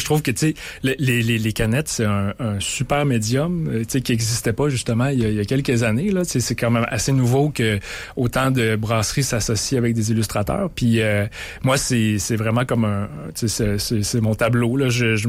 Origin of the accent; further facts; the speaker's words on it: Sainte-Brigitte-de-Laval, Quebec, Canada; now in Quebec City, Canada; j'ai grandi pas loin d'ici, à Sainte-Brigitte-de-Laval. Mm-hmm. Tu sais, vraiment dans un milieu naturel. Il y avait la rivière derrière chez nous, la forêt devant